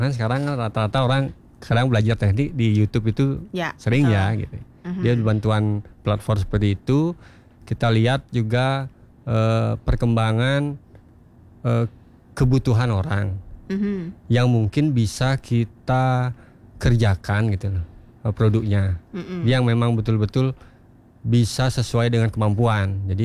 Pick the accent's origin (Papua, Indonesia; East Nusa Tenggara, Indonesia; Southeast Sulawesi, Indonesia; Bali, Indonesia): Bali, Indonesia; Petang; desa saya di Petang